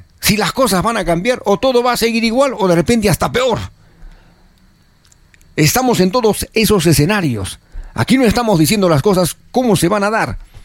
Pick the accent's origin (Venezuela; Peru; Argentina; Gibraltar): Peru; Nosotros como peruanos, los que la vivimos, los que la sudamos en el día a día